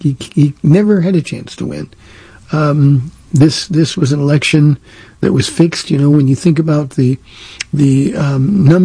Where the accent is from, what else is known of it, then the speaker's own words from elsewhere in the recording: California, United States; I'm from Southern California. I grew up 30 miles east of Los Angeles.